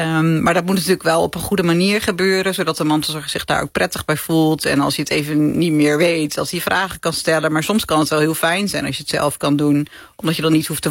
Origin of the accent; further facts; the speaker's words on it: Groningen, Netherlands; Ja, ik kom uit Groningen